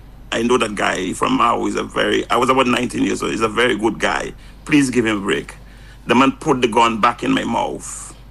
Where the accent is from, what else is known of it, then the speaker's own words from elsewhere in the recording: Mahaut, Saint Paul Parish, Dominica; I grew up in Maho as a young boy, and I was born in the 60s. And growing up in Maho